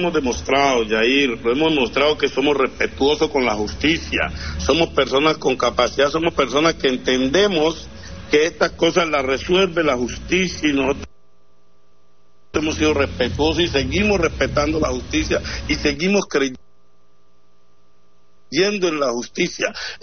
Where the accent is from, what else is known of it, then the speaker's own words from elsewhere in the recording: Colombia; somos colombianos